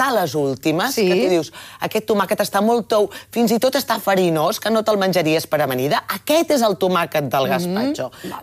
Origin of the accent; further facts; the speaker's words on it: Catalonia, Spain; perquè jo soc vallesana, del Vallès, i al Vallès sempre hem dit síndria. També diem pues i coses així